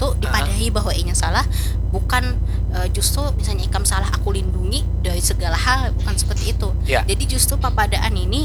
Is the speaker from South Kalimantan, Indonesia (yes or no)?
yes; Banjar, South Kalimantan, Indonesia; kita sesama orang Banjar, sesama orang Kalimantan lah, kira-kira lah, entah itu Kalteng, Kalsel kah.